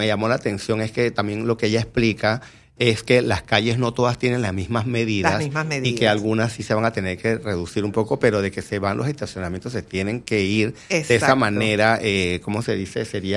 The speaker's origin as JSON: {"language": "Spanish", "country": "Panama", "said": "yo soy un panameño perdido, yo en mi mente me acuerdo de la calle Belén, que yo iba de pequeño"}